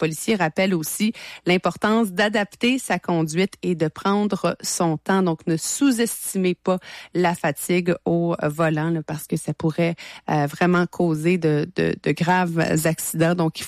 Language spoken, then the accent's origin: French; Quebec, Canada; chez nous en Abitibi-Témiscamingue où les distances sont longues.